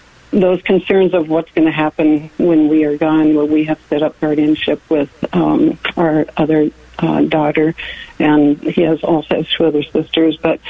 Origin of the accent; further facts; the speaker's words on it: North Dakota, United States; He's 46, and I have felt a lot of the same concerns, but I'm from North Dakota